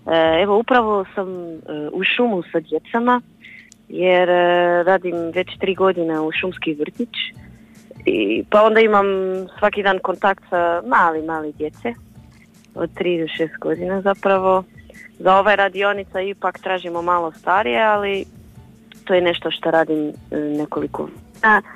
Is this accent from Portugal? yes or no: yes; Portugal; Croatian is a second language; moved away as an adult; now in Pula, Croatia; ja sam inače iz Portugalu.